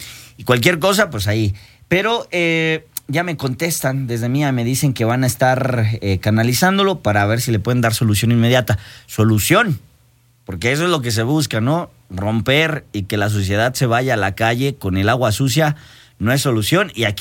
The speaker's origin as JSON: {"language": "Spanish", "country": "Mexico", "said": "Somos mexicanos, podemos todo."}